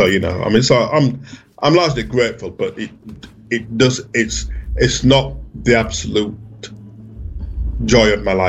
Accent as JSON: {"language": "English", "town": "Bradford", "region": "Yorkshire and the Humber", "country": "United Kingdom", "tie": "born or raised there", "moved": "yes", "lives_now": "Birmingham, United Kingdom", "said": "So the church I grew up in Bradford, we were one of only two Black families in a very large, on the whole, fairly wealthy and white congregation."}